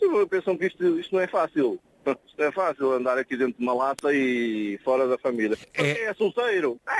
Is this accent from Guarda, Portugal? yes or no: yes; Rabaçal, Guarda, Portugal; also born or lived in Lisbon; now in Sintra, Portugal; A minha aldeia é do Rabassal, já mando para lá um abraço. Conselho de Meda e Distrito da Guarda, mas já estou há 30 e não sei muitos em Lisboa, moro ali ao pé de Sintra.